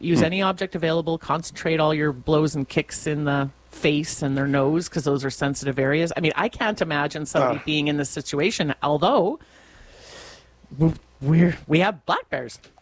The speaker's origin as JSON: {"language": "English", "town": "Winnipeg", "region": "Manitoba", "country": "Canada", "tie": "born or raised there"}